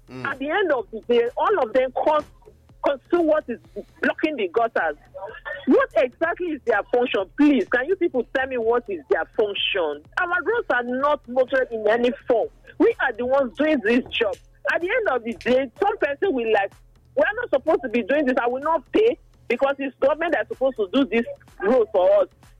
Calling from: Edo, Nigeria; I come from Ikwabaka local government.

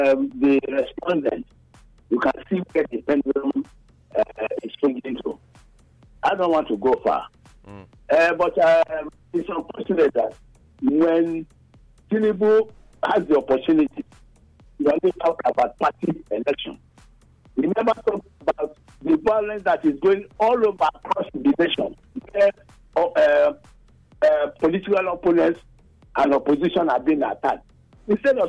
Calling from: Nigeria; I'm calling from Ogbeson community.

